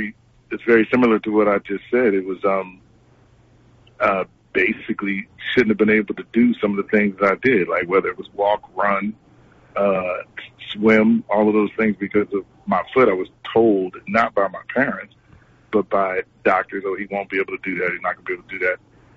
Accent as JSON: {"language": "English", "town": "Trenton", "region": "New Jersey", "country": "United States", "tie": "born or raised there", "said": "So I just grew up around theater and music and all the good stuff, you know, poetry, because growing up in Trenton, Antoshaki was, you know, at our house, Dominique Giovanni."}